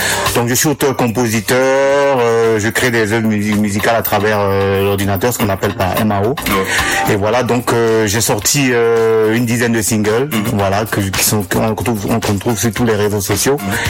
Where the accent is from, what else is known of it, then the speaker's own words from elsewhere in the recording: Grenoble, Auvergne-Rhône-Alpes, France; born there; Alors, je suis né en France, dans l'Isère. À Grenoble